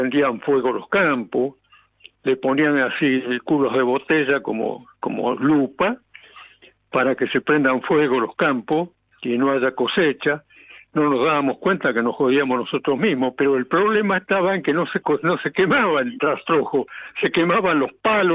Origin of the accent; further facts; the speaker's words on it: Guanguelén, Buenos Aires, Argentina; born there; mi padre es vasco, mi madre árabe, y en mi pueblo estaba lleno de árabes, judíos, turcos, gallegos, italianos, polaco